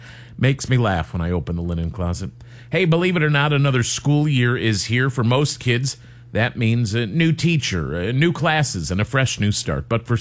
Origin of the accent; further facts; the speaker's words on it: Orland Park, Illinois, United States; now in Bloomington-Normal, United States; where I grew up in Orland Park